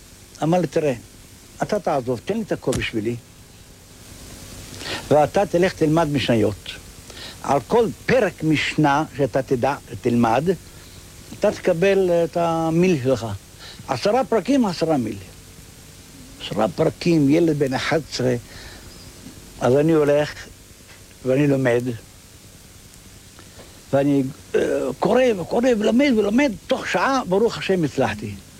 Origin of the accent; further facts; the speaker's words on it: Jerusalem, Jerusalem District, Israel; אני גדלתי בעיר העתיקה, וגדלתי בתוך ישיבת פרת יוסף.